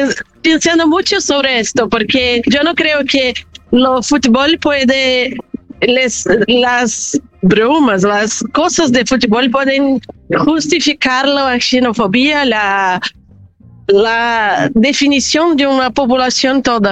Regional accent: Rio Grande do Sul, Brazil; Spanish is a second language; now in São Paulo, Brazil; Yo soy de Río Grande del Sur, pero vivo en Sao Paulo.

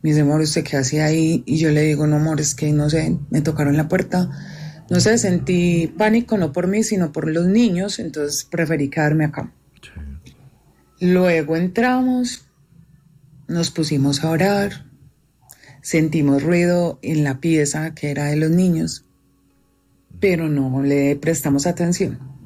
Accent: Medellín, Antioquia, Colombia; Soy de Medellín.

